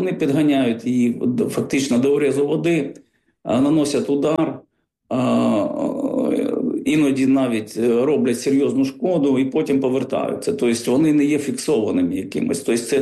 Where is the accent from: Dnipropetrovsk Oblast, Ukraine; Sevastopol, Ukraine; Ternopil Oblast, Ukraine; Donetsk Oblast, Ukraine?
Sevastopol, Ukraine; я згадую, наприклад, початок 90-х, я сам з Севастополя, з Криму